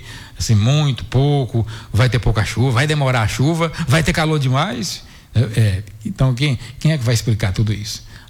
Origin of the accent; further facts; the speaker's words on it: Northeast Region, Brazil; Que somos nordestinos, somos do interior do Brasil